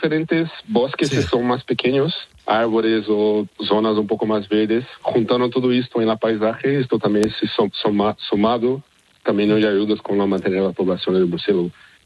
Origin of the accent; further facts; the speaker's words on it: Brazil; Spanish is a second language; Yo estaba en máster en Brasil, yo soy brasileño. Ahí, en el laboratorio que estaba en la Universidad de Rio de Janeiro